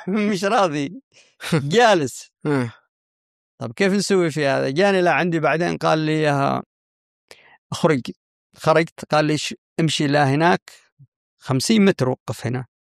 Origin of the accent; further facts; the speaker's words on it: Shabwah, Yemen; قلت أنا من شبوة